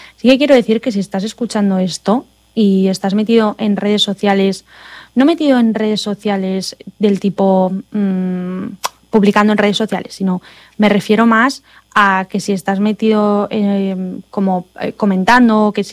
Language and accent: Spanish; Spain; moved away as an adult; now in United States; yo vengo de España donde hay seguro médico